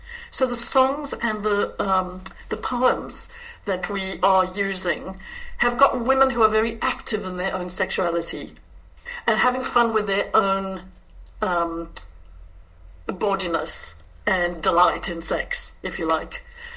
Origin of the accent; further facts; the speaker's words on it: South Africa; I'm South African Irish.